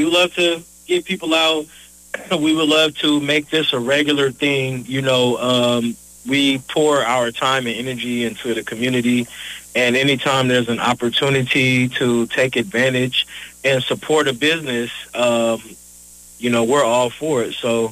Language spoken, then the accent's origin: English; San Francisco, California, United States; So I'm from San Francisco, born and raised.